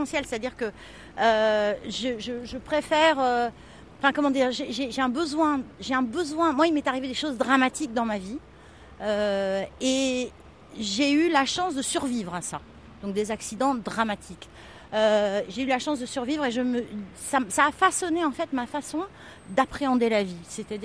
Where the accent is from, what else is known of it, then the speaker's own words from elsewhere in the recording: Nice, Provence-Alpes-Côte d'Azur, France; born there; also born or lived in Göttingen; On était à Göttingen et elle était partie sur Nice, là où étaient ses parents, et je suis née à Nice pour ça.